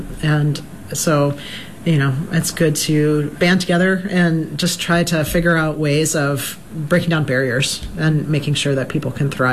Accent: Illinois, United States; now in Wisconsin, United States; now I know I'm from Illinois, I hope people don't hold that against me

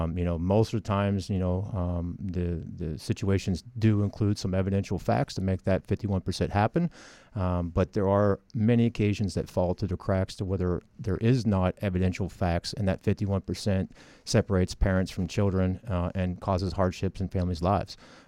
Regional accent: West Liberty, West Virginia, United States; Born and raised in West Liberty. I bought the house that my parents grew up in, my parents built that I grew up in.

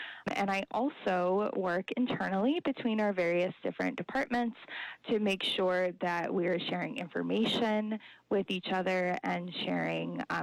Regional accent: New Orleans, Louisiana, United States; now in Michigan, United States; So I am not actually originally from Michigan. I'm originally from New Orleans.

